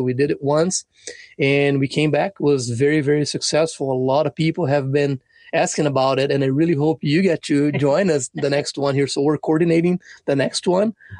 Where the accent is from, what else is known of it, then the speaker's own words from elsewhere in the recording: São Paulo, Brazil; We spent some time in my hometown in São Paulo state.